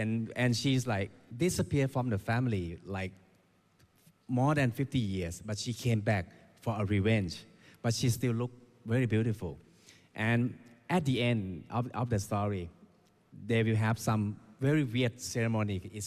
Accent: Thailand; from Thailand.

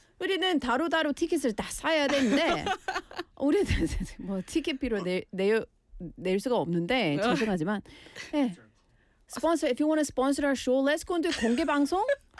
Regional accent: Scotland, United Kingdom; it blows my mind as a non-Korean, like as a Scottish person going to a festival and people actually looking after the venue like that.

